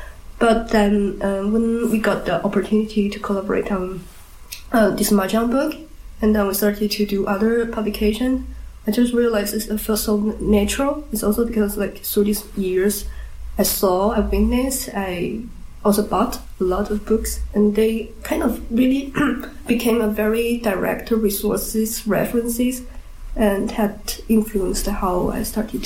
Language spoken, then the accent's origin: English; China; English is a second language; because I'm from China. In China, I think the contemporary art, especially, is a very new thing.